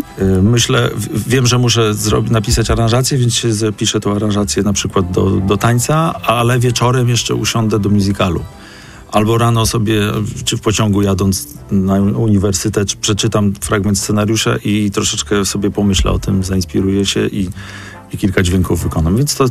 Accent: Warmian-Masurian Voivodeship, Poland; moved away; pochodzę z Mazur, z Warmii i Mazur, nie? Z małego miasta.

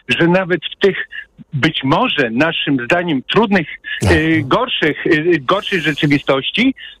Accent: Hajnówka, Podlaskie Voivodeship, Poland; ja się wychowałem w Hajnówce, mała miejscowość przy białoruskiej granicy, w pobliżu Puszczy Białowieskiej, w warunkach takich dosyć spartańskich, wychodek na zewnątrz

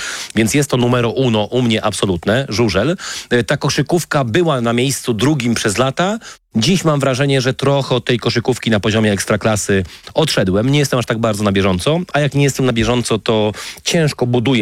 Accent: Wrocław, Lower Silesian Voivodeship, Poland; We Wrocławiu z racji urodzenia, na początku lat 80. wychowywałem się po pierwsze w kulcie koszykarskiego Śląska, będącego najlepszą drużyną w kraju.

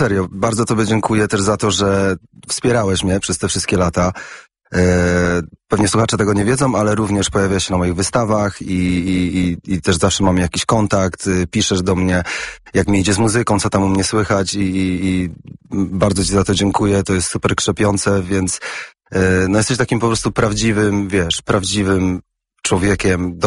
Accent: England, United Kingdom; now in Poland; wychowywałem się w Anglii i przyjechałem z Anglii

